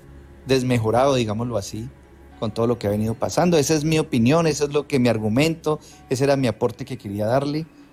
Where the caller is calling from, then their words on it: Cali, Valle del Cauca, Colombia; Yo soy de Cali, uh-huh. Te hablo desde Cali.